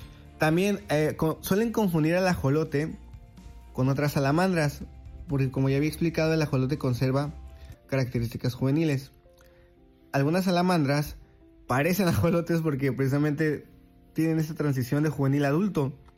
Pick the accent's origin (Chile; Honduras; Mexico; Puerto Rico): Mexico; cuando celebremos todo aquello que nos identifica como mexicanos